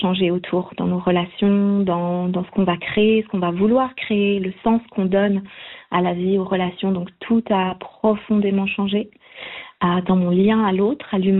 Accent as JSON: {"language": "French", "country": "Switzerland", "tie": "born or raised there", "also_born_or_lived": "India / Amazonia", "moved": "as an adult", "said": "je suis née en Suisse. Je suis née dans le village où on s'est rencontrés. Donc j'ai grandi près de cette rivière. C'est une rivière, c'est un endroit qui me ressource, qui me nourrit beaucoup. Et puis, quand j'avais 18 ans, j'ai décidé de partir, d'aller vivre en Inde"}